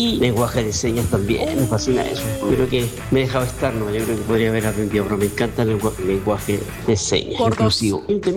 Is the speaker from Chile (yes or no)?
yes; Coquimbo, Chile; Yo soy de Coquimbo, pero estoy en otra región. Un abrazo a mi coterráneo de Coquimbo